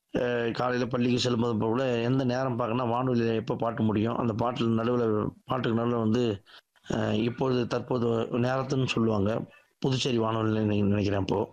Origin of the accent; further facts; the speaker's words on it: Mayilam, Tamil Nadu, India; என்னோட சொந்த ஊர் பார்த்தீங்கன்னா விழுப்புரம் மாவட்டம் மயிலம் என்ற ஊர் தான் என்னோட சொந்த ஊர்.